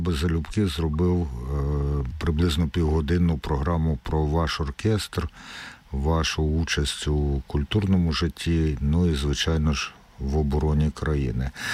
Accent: Kyiv, Ukraine; Київ, як киянин

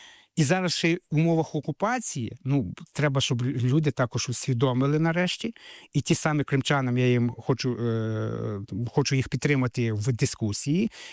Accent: Carpathians, Ukraine; moved away as an adult; now in Crimea, Ukraine; я етнічний бойко з Карпат. Я не народився в Криму. Але на сьогодні я себе самоідентифікую як етнічним українцем, приналежність до цієї громади.

